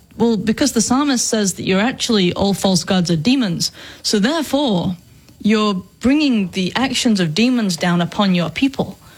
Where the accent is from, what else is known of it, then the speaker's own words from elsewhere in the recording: England, United Kingdom; now in United States; I grew up in England, I came over to the United States, and we haven't really dealt with paganism per se.